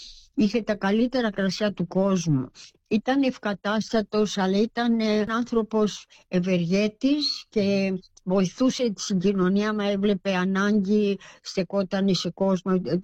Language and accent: Greek; Perth, Western Australia, Australia; moved away as an adult; also born or lived in Melbourne / Athens; now in Gold Coast, Australia; γυρίσαμε πίσω στο Perth και μεγαλώσαμε στο Perth. Όταν είμαστε 20 χρονών, 21 χρονού, η αδελφή της μητέρας μου από την Κύπρο πλήρωσε για την αδελφή μου και εγώ να έρθουμε στην Κύπρο και να δούμε την Ευρώπη.